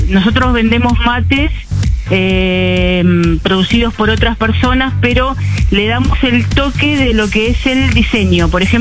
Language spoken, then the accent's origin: Spanish; Lanús, Buenos Aires Province, Argentina; Bueno, soy de Lanús.